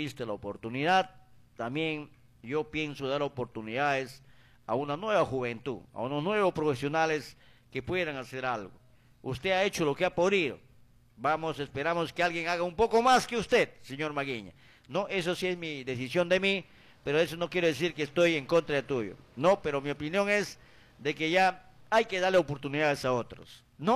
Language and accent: Spanish; Aguaytía, Ucayali, Peru; born there; Somos de ucayalinos, pero yo nací en Abaitía, pero pertenezco a Ucayali.